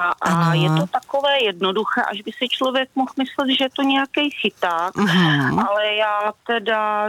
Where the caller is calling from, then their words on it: Hradec Králové Region, Czechia; Ne, já jsem z Novobydžovska.